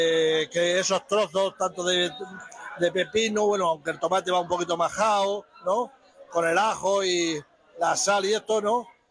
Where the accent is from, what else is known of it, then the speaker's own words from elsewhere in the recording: Almería, Andalusia, Spain; Aquí y también en mi tierra, en Almería, donde yo me he criado.